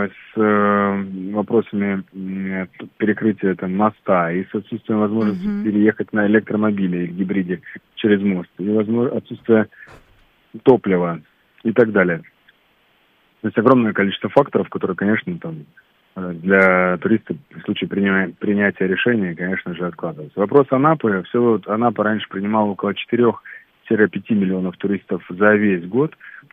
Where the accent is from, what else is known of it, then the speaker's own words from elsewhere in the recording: Crimea, Ukraine; как крымчанин родом оттуда